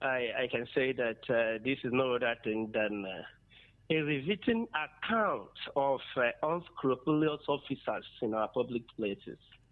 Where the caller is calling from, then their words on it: Akeze, Borno, Nigeria; I'm calling in from Akeze in the Borno State.